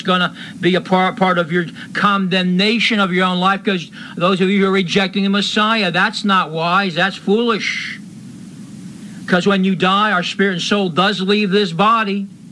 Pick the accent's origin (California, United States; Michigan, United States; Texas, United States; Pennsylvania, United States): Pennsylvania, United States; Bethlehem; I'm here from Bethlehem, Pennsylvania, preaching the words of life to you.